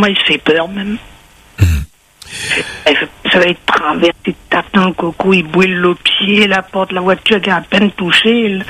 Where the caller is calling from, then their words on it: Pays de la Loire, France; je suis de Vendée, moi, 85.